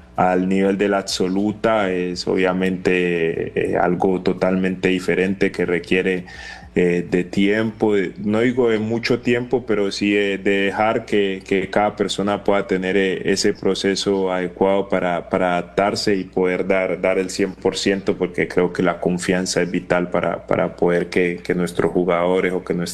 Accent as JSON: {"language": "Spanish", "town": "Cali", "region": "Valle del Cauca", "country": "Colombia", "said": "Para mí la salsa es vital, soy caleño y me encanta la salsa"}